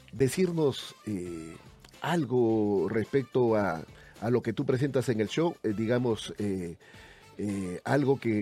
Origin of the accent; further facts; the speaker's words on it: Peru; Yo lo estoy viendo en México, lo veo en mi país también, en Perú.